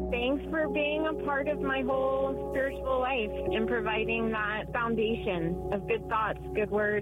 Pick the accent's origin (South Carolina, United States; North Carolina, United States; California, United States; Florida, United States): Florida, United States; Tampa; Born and raised in Tampa